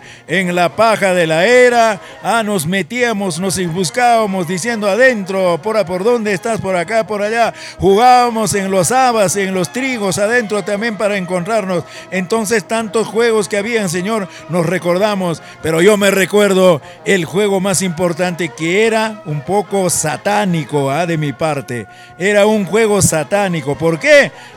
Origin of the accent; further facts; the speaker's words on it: Huaraz, Ancash, Peru; en la zona de nuestro Huaraz querido